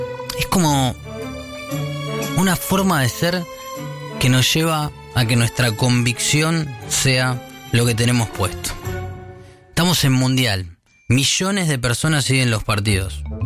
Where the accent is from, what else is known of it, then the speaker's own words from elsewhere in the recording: Argentina; somos recontra argentos.